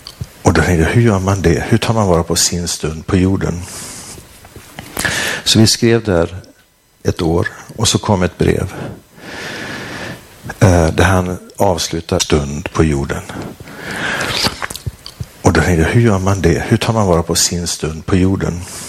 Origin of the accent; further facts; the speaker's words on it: Ångermanland, Sweden; Jag växte alltså upp på en gård i Ångermanland med hästar och får och allt möjligt sånt.